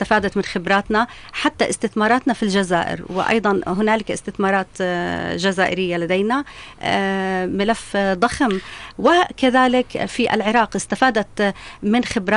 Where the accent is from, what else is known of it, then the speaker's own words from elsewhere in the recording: Jordan; منا كأردنيين